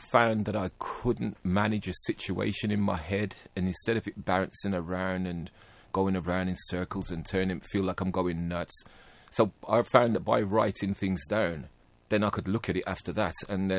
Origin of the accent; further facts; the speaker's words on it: Birmingham, West Midlands, United Kingdom; I was born in Birmingham. Originally it's from Aston, and then I spent a lot of my years on the Bromford. I went to Hodgill School.